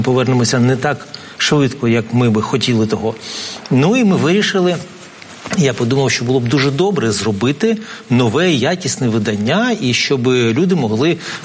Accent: Sumy, Sumy Oblast, Ukraine; Я сам із Сум

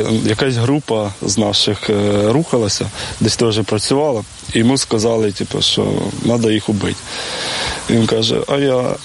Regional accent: Khmelnytskyi, Khmelnytskyi Oblast, Ukraine; А я з Хмельницького, і російська мова мені не дуже підходить.

